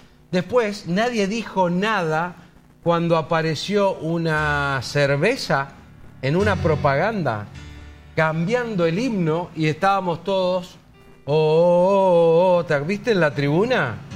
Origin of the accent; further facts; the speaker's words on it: Argentina; porque soy re argentino.